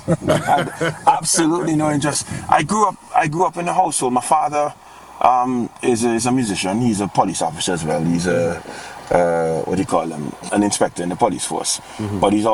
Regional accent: Villa Point, Trinidad & Tobago; because I'm from the Villa Point community, went down to Lyme at the Panyard

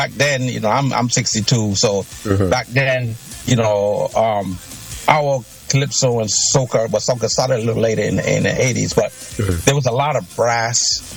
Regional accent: London, United Kingdom; born there; So I'm a British citizen born in London with a Catician and Antiguan parents.

